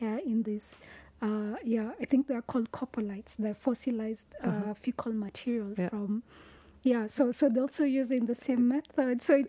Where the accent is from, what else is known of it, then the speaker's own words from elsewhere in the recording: Nairobi, Kenya; accent: Kenyan; I was born and raised in Nairobi, the capital city.